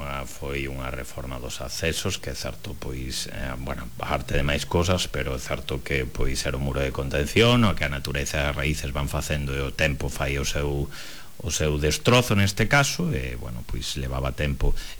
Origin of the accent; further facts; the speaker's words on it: Vilagarcía de Arousa, Galicia, Spain; porque eu son de Vilarcía tamén, aparte de ser o alcalde